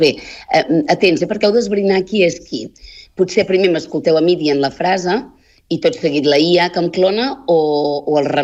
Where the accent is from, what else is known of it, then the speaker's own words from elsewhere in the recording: Catalonia, Spain; Jo, com a empordanesa que sóc, ho dic malament.